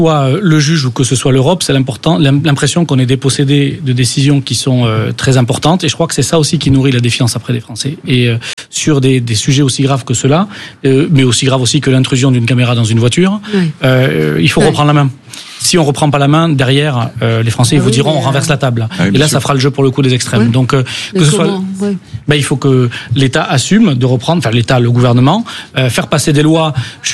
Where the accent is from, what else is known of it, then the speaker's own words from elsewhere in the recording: Occitanie, France; Vous dire que je viens du Lot et quand je viens ici à Sud Radio avec vous, j'ai pas l'impression d'être à Paris.